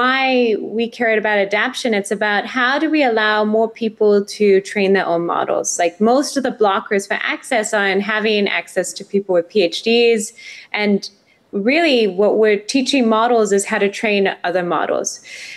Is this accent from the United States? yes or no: no; Mozambique; when I was growing up, I grew up in Africa, actually, in Mozambique. And I remember access to the internet, how it changed my life, access to cell phones.